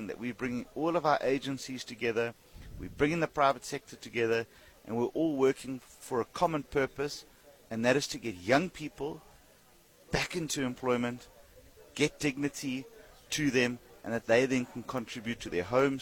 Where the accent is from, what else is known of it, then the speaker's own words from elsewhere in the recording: England, United Kingdom; I'm English.